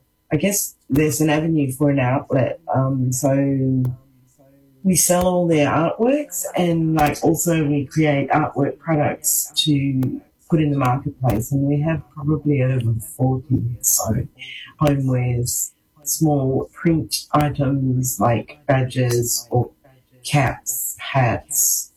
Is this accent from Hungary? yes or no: no; Broome, Western Australia, Australia; certainly when I guess Mitch and I grew up here in Broome.